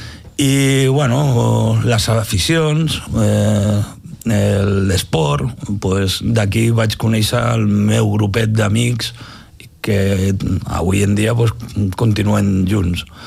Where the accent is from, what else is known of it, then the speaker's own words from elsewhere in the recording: Cardedeu, Catalonia, Spain; Quan era un jove, era d'aquells joves rebels que sempre renegava del meu poble, que no hi ha res, que no es fa res.